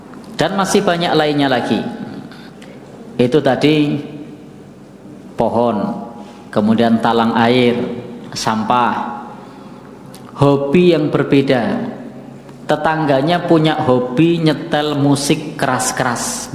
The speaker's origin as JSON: {"language": "Indonesian", "area": "Bantul", "region": "Special Region of Yogyakarta", "country": "Indonesia", "said": "karakter kita sebagai wong Bantul itu tidak terus terang."}